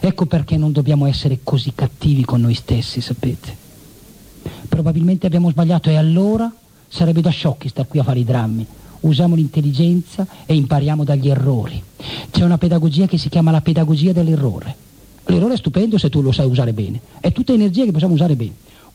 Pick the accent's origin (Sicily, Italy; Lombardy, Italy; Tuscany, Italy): Lombardy, Italy; Milan; io sono milanese, Milano siamo sclerati noi col lavoro, ma penso anche voi.